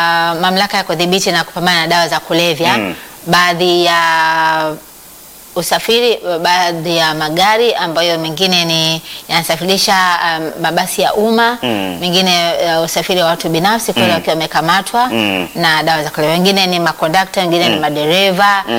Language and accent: Swahili; Mbeya, Tanzania; born or raised there